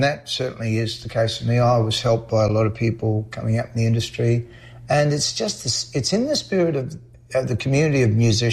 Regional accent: Queensland, Australia; on September 18th, in Queensland, of all places, very near to my hometown.

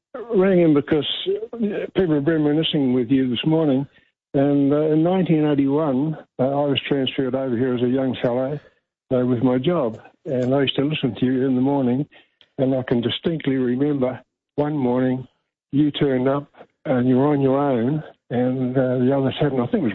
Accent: New Zealand; moved away as an adult; also born or lived in England; now in Melbourne, Australia; I was born in England and grew up in New Zealand, but I came here in 81 with my job.

